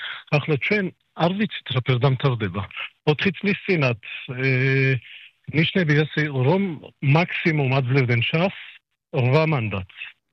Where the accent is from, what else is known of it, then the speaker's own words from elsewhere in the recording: Israel; born there; Georgian is a second language; ჩემი ქართული არა ისე კაი და მე მგონი გამიგებთ. ისრაელში დაბადებული ვარ და